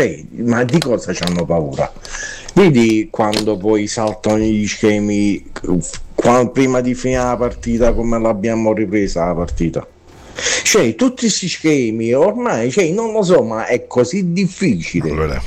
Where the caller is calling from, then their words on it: Naples, Campania, Italy; da Casanova Napoli.